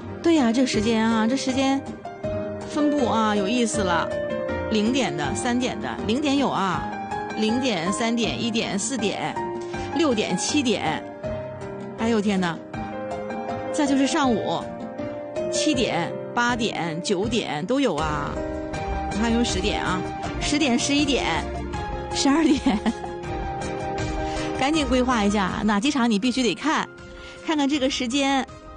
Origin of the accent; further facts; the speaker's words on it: Dalian, Liaoning, China; 长这么大土生土长大连人居然不知道大连还有彩色的槐花树呢